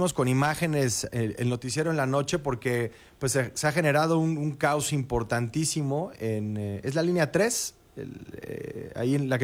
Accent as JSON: {"language": "Spanish", "country": "Mexico", "said": "nosotros como mexicanos"}